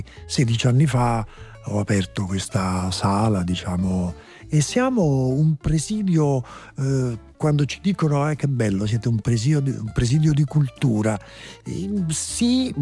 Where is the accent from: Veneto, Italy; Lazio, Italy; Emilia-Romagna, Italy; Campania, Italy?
Campania, Italy; Naples; born there; now in Pozzuoli, Italy; io sono flegreo, perché sono nato a Bagnoli, attualmente da circa 20 anni vivo a Pozzuoli, dove viviamo il bradisismo, le scosse di terremoto